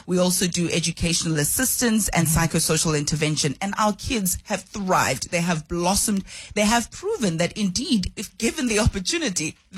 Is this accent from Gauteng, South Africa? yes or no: yes; Soweto, Gauteng, South Africa; I grew up at Dobsonville in Soweto, and privilege allowed me to go to schools in your suburb areas like Constantia, Kloof, Allen's Neck.